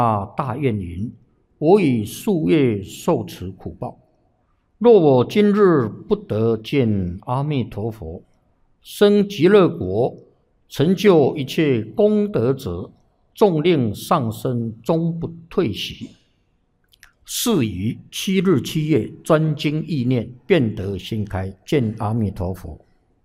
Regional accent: Taiwan; 我们台湾这边都放下了，才能去那边呢。

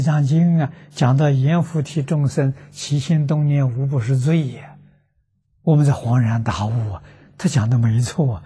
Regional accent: China

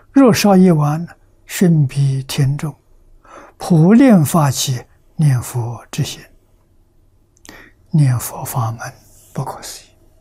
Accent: China

